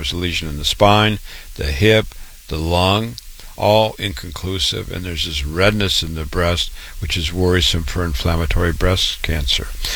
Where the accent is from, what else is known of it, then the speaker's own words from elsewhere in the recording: Waterloo, Iowa, United States; born and raised in Waterloo, Iowa.